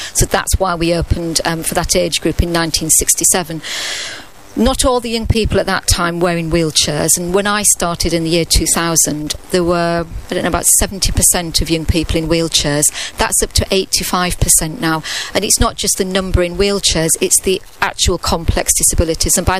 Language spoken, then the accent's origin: English; Hull, Yorkshire and the Humber, United Kingdom; now in Cheltenham, United Kingdom; I come from Hull and I've lived in Cheltenham for nearly 20 years, and I still have all my family in Hull